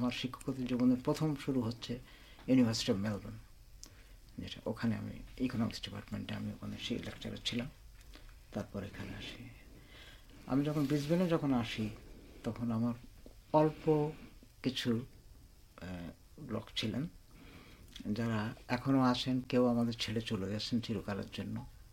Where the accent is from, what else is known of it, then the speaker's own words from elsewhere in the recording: Chuadanga District, Khulna Division, Bangladesh; moved away as an adult; also born or lived in Rajshahi; now in Brisbane, Australia; আমি ব্রিসবেনে আছি 1990 সাল থেকে। আমি আমার জন্মস্থান চুয়াডাঙ্গা জেলায়, আমার পড়াশোনা চুয়াডাঙ্গা জেলার একটা হাই স্কুল দর্শনাতে